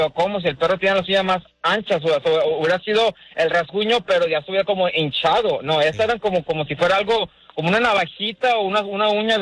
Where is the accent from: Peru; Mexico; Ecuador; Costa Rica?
Mexico; Sabinas Hidalgo, Nuevo León; Bueno, allá en Sabinas, donde soy yo de Sabinas, Hidalgo, Nuevo México, uh-huh. Una de las casas que tenía allá, tenemos allá en el rancho.